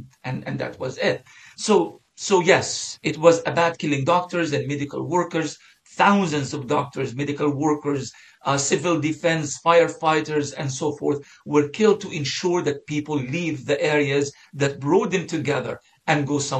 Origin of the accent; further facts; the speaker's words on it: Gaza, Gaza Strip, Palestine; they are my people. I am from Gaza. We are very, very resourceful in managing under the most dire of circumstances.